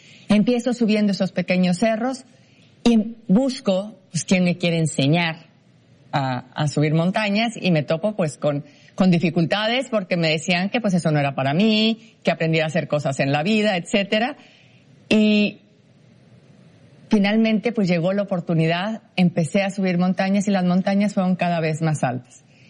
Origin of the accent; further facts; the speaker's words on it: Mexico; mexicana, alpinista, abogada, emprendedora social, consultora y principalmente madre.